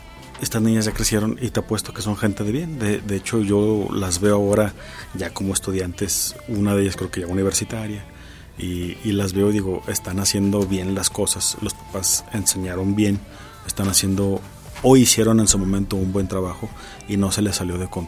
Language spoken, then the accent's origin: Spanish; Mexico